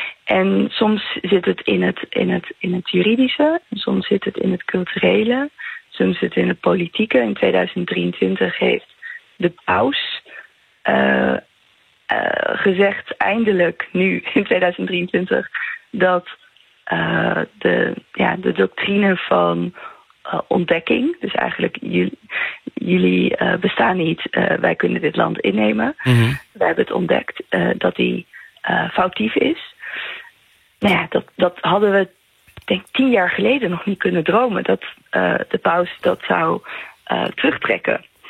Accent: Bolivia; En ja, ik ben dan zelf uit Bolivia. En in Bolivia hadden wij de Cerro Rico, de berg met al het zilver.

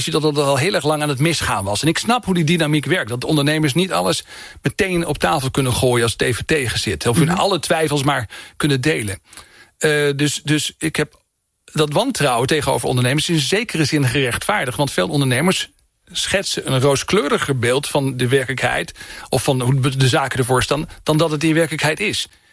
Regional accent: Groningen, Netherlands; Want ik kom uit Oost-Groningen.

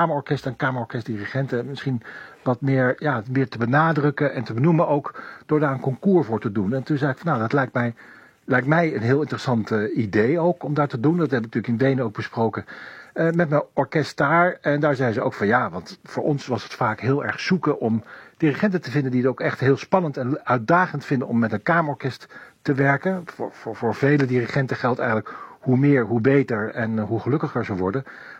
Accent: Italy; Dutch is a second language; toen ik dat was op dat festival 2 jaar geleden bij ons in Italië besprak

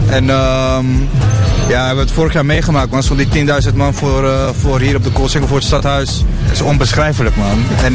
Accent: Rotterdam, South Holland, Netherlands; sinds ik het ken, of we hier wonen en ik ben hier geboren getogen, zijn de brassbands altijd een onderdeel geweest van de Rotterdamse stad

